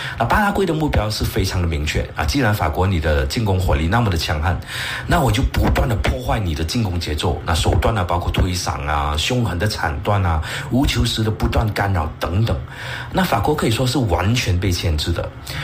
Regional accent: Seremban, Negeri Sembilan, Malaysia; 就连我家乡芙蓉的人口都多过他的这个国家

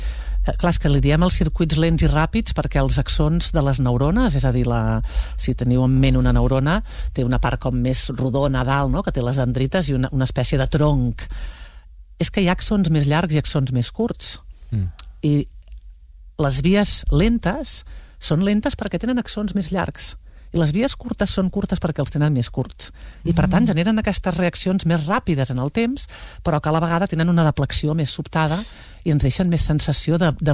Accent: Prats de Lluçanès, Catalonia, Spain; Clar, tio, és que jo soc de Prats de Lluçanès.

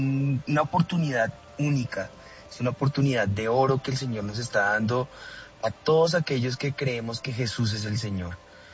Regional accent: Colombia; el impacto que esto podrá traer para nosotros como colombianos.

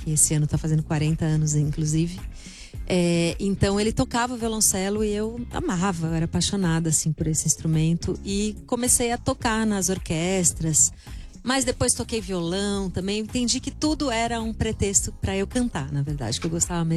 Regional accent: São Paulo, Brazil; Eu sou de São Paulo, super paulistana.

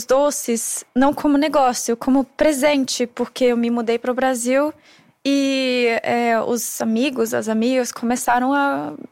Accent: Austria; Portuguese is a second language; now in Brazil; Eu só coloquei a minha essência, o que, que faz sentido para mim, como austríaca

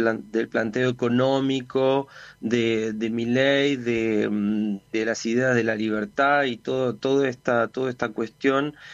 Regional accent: Argentina; now in Paris, France; acá la comunidad argentina estuvo muy movilizada antes

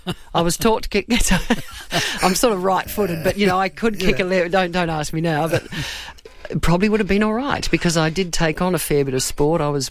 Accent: Waikerie, South Australia, Australia; So, I mean, I've come from there. I come from South Australia and proudly so. Went to school there. My mother was a primary school teacher.

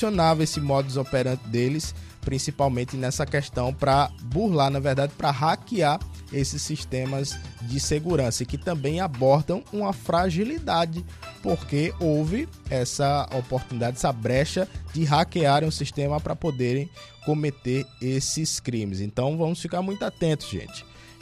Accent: Rio Largo, Alagoas, Brazil; now in Maceió, Brazil; minha terra natal, que é o Tinga Leão. Muitas pessoas que saem de Maceió, daqui do centro, do Farol, para poder votar lá na Utinga, que é um bairro lá do município de Rio Largo.

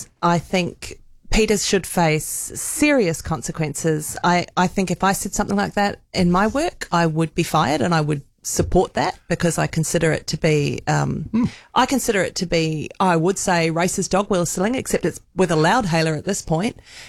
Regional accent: New Zealand; accent: New Zealand; I'm European in appearance, and English is my first language, and my parents are New Zealanders, so my sisters and I all have New Zealand accents

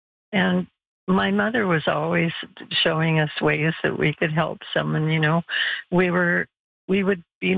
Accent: Montreal, Quebec, Canada; We are from Montreal

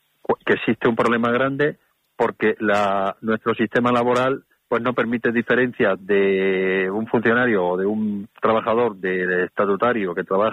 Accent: Extremadura, Spain; yo soy extremeño y ocurre lo mismo, ¿no?

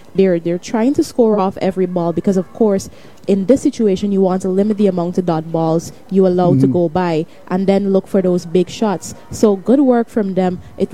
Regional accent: Georgetown, Demerara-Mahaica, Guyana; when I get back to Guyana.

